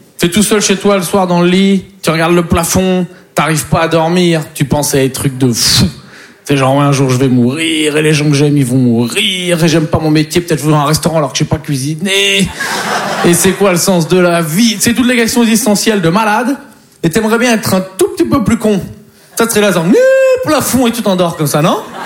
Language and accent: French; Poitiers, Nouvelle-Aquitaine, France; Mais moi, en plus, je viens de Poitiers, donc il faut s'occuper. Tu peux pas aller au Futuroscope 5 fois par semaine, quoi.